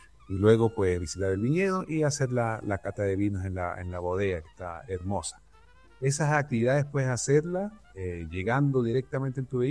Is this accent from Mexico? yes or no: no; Chile; y que mejor que nosotros como chilenos podamos visitar y tomar un vino de nuestro mismo desierto